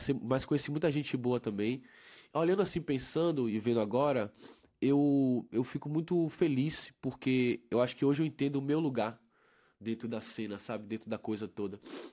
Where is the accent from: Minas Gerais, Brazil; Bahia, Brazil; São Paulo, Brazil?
Bahia, Brazil; Salvador; Imagina que eu vim de Salvador, assim, não conhecia ninguém aqui.